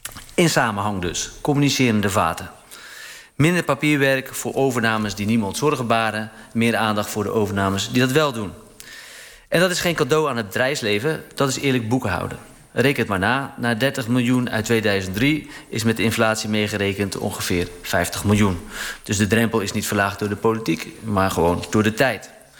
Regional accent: Netherlands

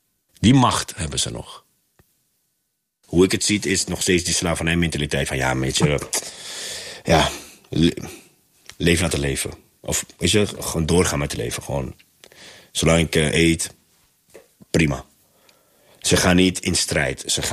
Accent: Curaçao; En ik kom op locatie en ze zien dat ik een Curaçaoënaar ben.

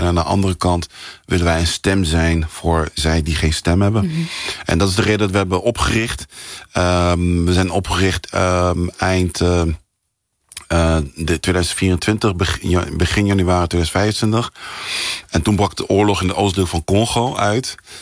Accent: The Hague, South Holland, Netherlands; born there; accent: Haags; Ik ben zelf in Den Haag geboren. Ik heb een klein Haags accent. Ik hoop dat je het niet te vol hoort.

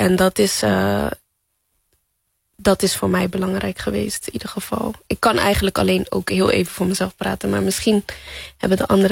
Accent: Netherlands; maar ik heb wel hier opgroeiend in Nederland, groeien we gewoon op een bepaalde manier op.

